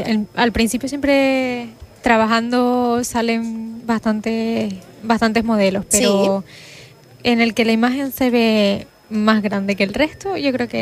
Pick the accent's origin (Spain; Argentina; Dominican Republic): Spain; Frontera, Canary Islands